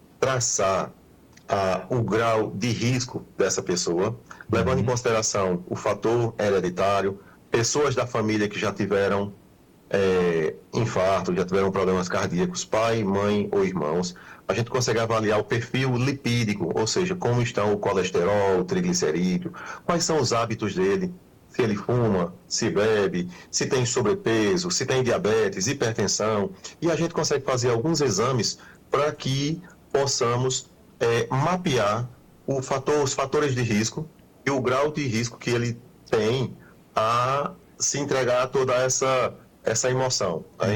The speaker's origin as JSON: {"language": "Portuguese", "town": "Serra Talhada", "region": "Pernambuco", "country": "Brazil", "said": "Sim, eu sou de Serra Talhada, eu sou da capital do Chachado. Então aqui o forró reina, né?"}